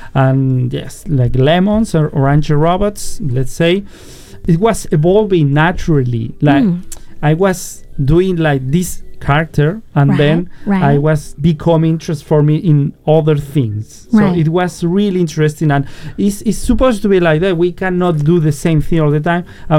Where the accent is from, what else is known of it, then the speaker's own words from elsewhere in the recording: Seville, Andalusia, Spain; English is a second language; I come from South Spain.A city called Sevilla, Sevilla. Yeah, I recommend you everyone to visit Spain and my hometown because it's really special place, very historical place where I was growing up. So I was raised surrounded orange trees.